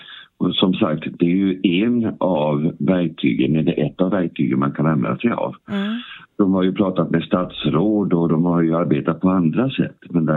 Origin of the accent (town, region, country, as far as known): Blekinge, Sweden